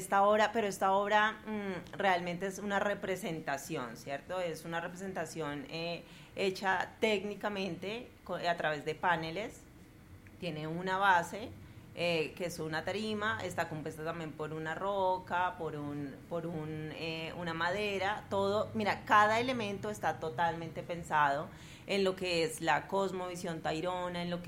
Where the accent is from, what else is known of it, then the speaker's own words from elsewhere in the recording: Colombia; sintiéndonos siempre orgullosos de ser colombianos